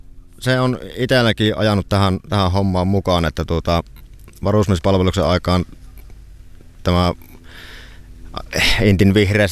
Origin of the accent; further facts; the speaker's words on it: Iisalmi, North Savo, Finland; Minä olen Iisalammesta kotoisin.